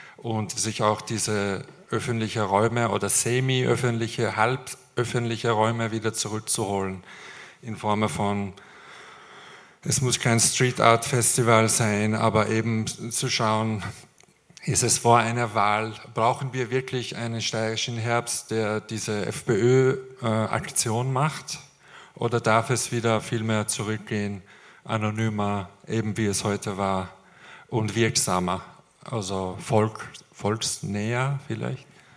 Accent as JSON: {"language": "German", "town": "Tehran", "region": "Tehran Province", "country": "Iran", "tie": "born or raised there", "moved": "yes", "lives_now": "Graz, Austria", "said": "Ich bin auch in Teheran aufgewachsen"}